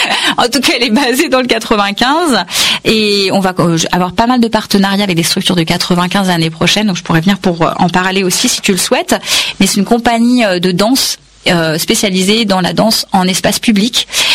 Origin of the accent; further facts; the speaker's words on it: Yemen; first language Kannada; French is a second language; moved away; je suis indienne d'origine, mais j'ai grandi au Yémen quand j'étais petite.